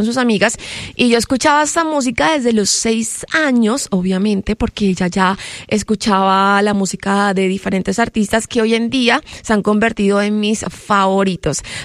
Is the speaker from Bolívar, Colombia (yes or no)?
yes; Cartagena, Bolívar, Colombia; moved away; me transporta a mi tierra, a Cartagena, a la playa, a la brisa, al mar.